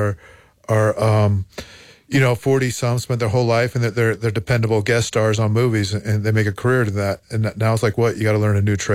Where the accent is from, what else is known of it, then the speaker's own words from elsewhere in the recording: Albuquerque, New Mexico, United States; I think I'd be able to hold strong because I'm from Albuquerque. I love Albuquerque.